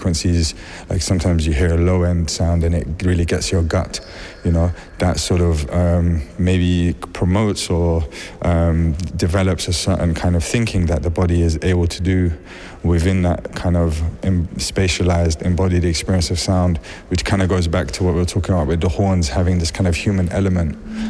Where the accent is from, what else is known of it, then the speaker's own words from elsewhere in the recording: London, United Kingdom; growing up in London.